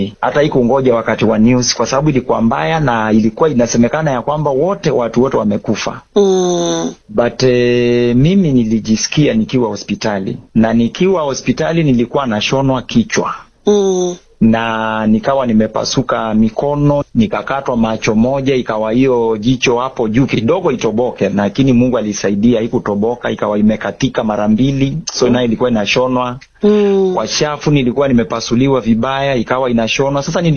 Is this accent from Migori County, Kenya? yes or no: no; Kilifi County, Kenya; Nimetokea pande za Kilifi, County 003, na nimeokoka na mpenda Yesu.